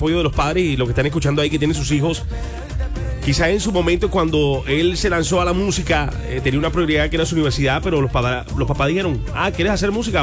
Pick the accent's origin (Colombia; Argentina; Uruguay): Colombia